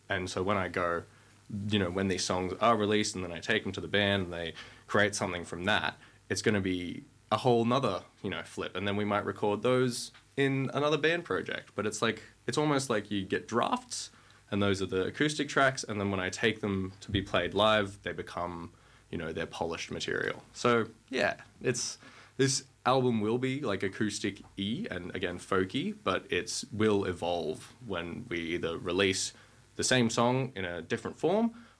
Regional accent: Central Coast, New South Wales, Australia; I grew up on the Central Coast

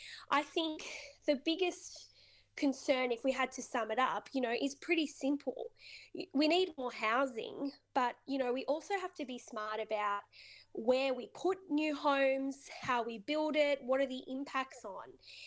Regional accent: Sydney, New South Wales, Australia; I grew up in Concord myself

